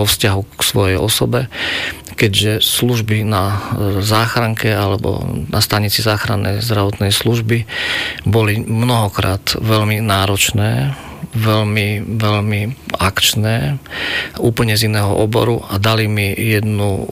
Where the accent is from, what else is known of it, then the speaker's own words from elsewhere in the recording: Levice, Nitra Region, Slovakia; Ja v podstate som študoval medicínu z Levíc